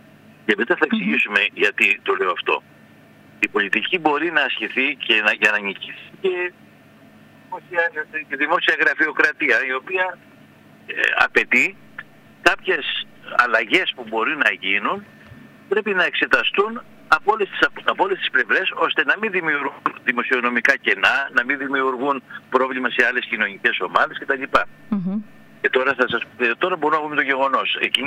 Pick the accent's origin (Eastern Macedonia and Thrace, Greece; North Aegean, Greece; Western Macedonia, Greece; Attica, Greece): North Aegean, Greece; Mytilinioi; μπορεί να είναι το χωριό μου